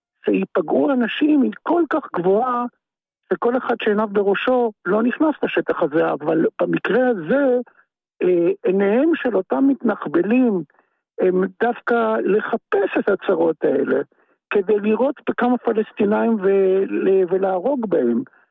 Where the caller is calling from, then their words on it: Sharon, Israel; אני מאזור השרון.